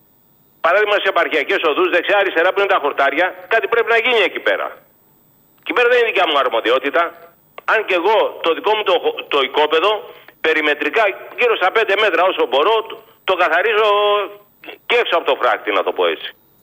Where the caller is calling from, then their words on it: Megara, Attica, Greece; είμαι κανένα χιλιόμετρα από τη Λούπα.